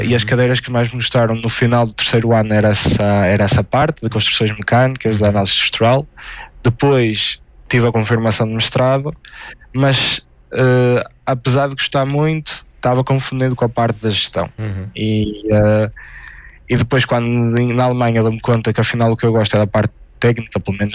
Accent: Ponte de Lima, Viana do Castelo, Portugal; Eu sou de Ponte Lima, mas voltei para Portugal, neste caso em Évora

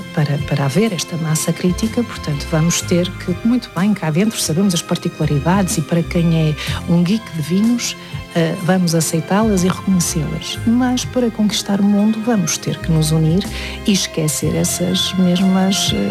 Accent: Portugal; moved away; quando lá cheguei, isto em 2010, tinha os masters todos a dar-nos, não é, as aulas, a explicar, e eu vinha de Portugal

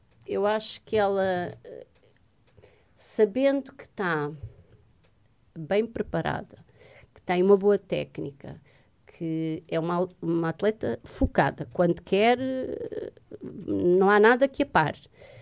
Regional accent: Funchal, Madeira, Portugal; Nasci mesmo no Funchal, numa clínica mesmo no Funchal. Em 1978.

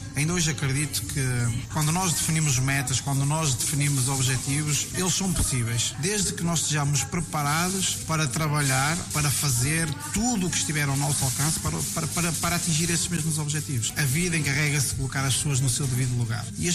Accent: Penafiel, North, Portugal; born there; A freguesia de Galegos, para mim, é a minha freguesia. É a freguesia onde eu nasci, é a freguesia onde eu tenho a minha família, é a freguesia onde eu tenho fortes raízes emocionais e familiares

